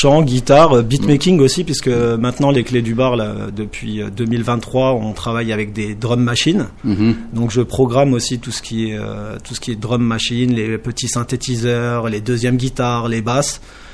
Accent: Grand Est, France; Moi je suis originaire de Gourincourt.

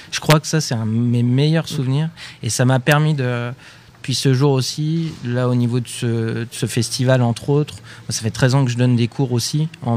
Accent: Troyes, Grand Est, France; malgré que j'étais de Troyes, dans une petite ville et tout ça, j'étais une personne

